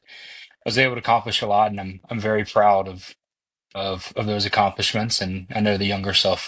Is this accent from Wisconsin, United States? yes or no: no; Mountain Brook, Alabama, United States; I grew up obviously in Mountain Brook, went to Mountain Brook High School.